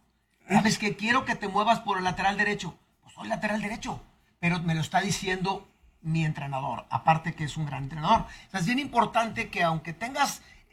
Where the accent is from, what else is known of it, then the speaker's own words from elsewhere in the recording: Monterrey, Nuevo León, Mexico; como regiomontanos que somos y como mexicanos